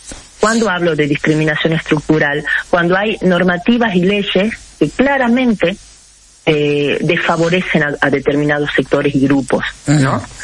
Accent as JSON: {"language": "Spanish", "country": "Argentina", "tie": "born there", "said": "yo soy argenta de la cuna hasta el cajón. Nunca me he sentido más argentina que ahora."}